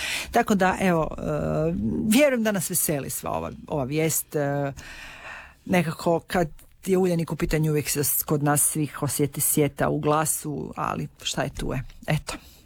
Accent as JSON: {"language": "Croatian", "town": "Premantura", "region": "Istria County", "country": "Croatia", "tie": "born or raised there", "said": "Odrasla sam u Preventuri na Rtkamenjaku i sjećam se kako je to bilo nekad"}